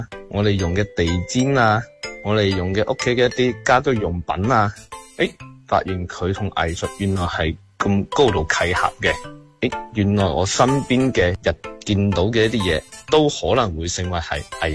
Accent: Foshan, Guangdong, China

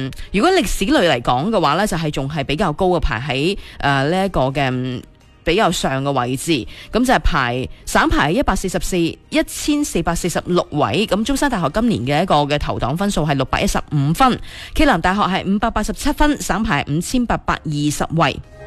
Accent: Guangdong, China; 似乎中大已经唔系我哋广东人心目当中，

